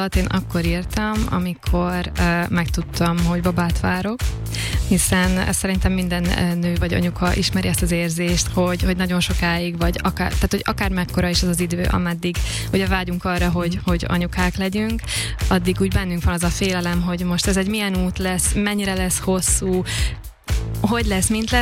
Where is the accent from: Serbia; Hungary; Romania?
Serbia; now in Switzerland; ugye akkor már Svájcban éltünk, és akkor nézegettem Svájcban is, hát Szerbiában is, hogy onnan származom